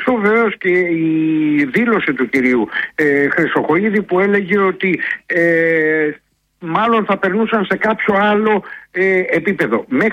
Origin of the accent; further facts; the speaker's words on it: Dafni, Western Greece, Greece; Μόνο σε μία περίπτωση πήραν 1.000 ευρώ στην Δάφνη Καλαβρίτων, εκεί στην πατρίδα μου